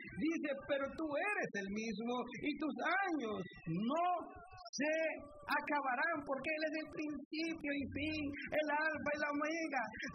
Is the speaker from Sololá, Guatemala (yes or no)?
yes; Nahualá, Sololá, Guatemala; born there; no nací en Francia, yo no nací en África, yo no nací en Sudamérica, sino que nací en Centroamérica, en Guatemala, en el pueblo de Nahualá. Eso es la voluntad de Dios. Yo hablo español.